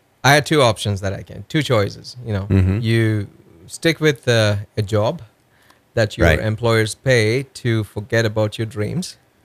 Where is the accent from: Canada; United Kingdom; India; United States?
India; moved away; I come from India